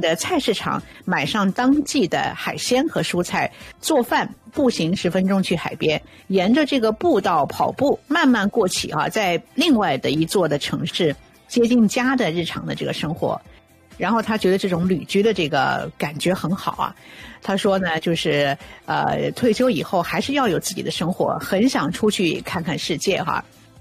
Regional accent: Chengdu, Sichuan, China; moved away; 作为成都人哈，思乡了

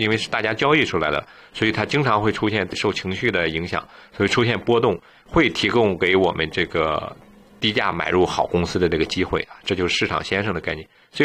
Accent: Canada; 这个 CPP 我们都知道啊，是我们加拿大人的这个养老金。

